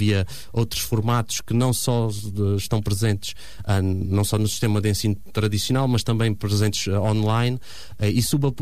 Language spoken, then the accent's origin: Portuguese; Vidigueira, Alentejo, Portugal; numa rádio da minha terra, da Vidigueira